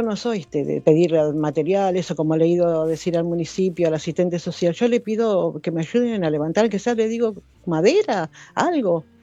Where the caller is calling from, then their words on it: Manuel Alberti, Buenos Aires Province, Argentina; Vivo en Manuel Alberti, Partido de Pilar, barrio Los Perales.